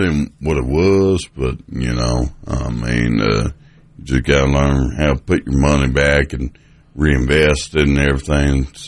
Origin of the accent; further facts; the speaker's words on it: Kentucky, United States; accent: Kentucky; So, my Kentucky accent